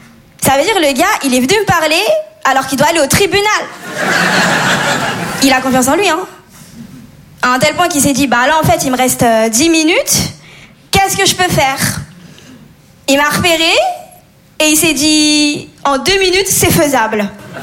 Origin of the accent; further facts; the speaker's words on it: Comoros; also born or lived in Mayotte / Madagascar; Je suis comorienne, maoraise malgache. C'est des îles dans l'océan Indien. Ce qui explique mon teint aussi.